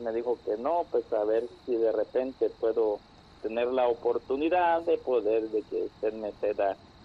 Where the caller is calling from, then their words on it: Lancaster, California, United States; Yo vivo en Lancaster